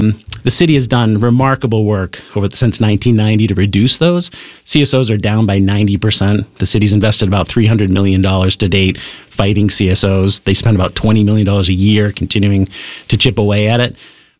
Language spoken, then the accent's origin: English; New Bedford, Massachusetts, United States; when I grew up near New Bedford Harbor in the 70s and 80s